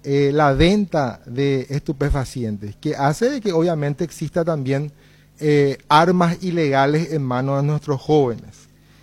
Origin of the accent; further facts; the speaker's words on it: Guarambaré, Central, Paraguay; mi ciudad natal, la ciudad de Guarambaré